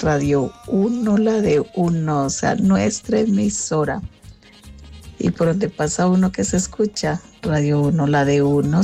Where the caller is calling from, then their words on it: Colombia; del barrio Juan 23.